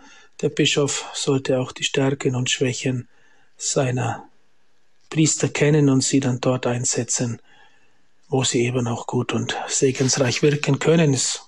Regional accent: Germany; born or raised there

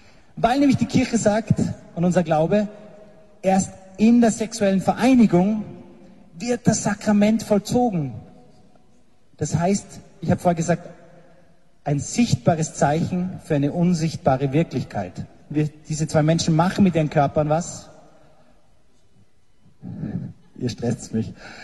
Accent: Salzburg, Austria; ich komme aus Salzburg

